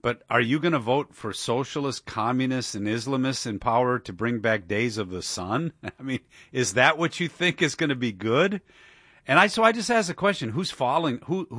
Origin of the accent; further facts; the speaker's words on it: Michigan, United States; now in Washington, D.C., United States; I grew up in Michigan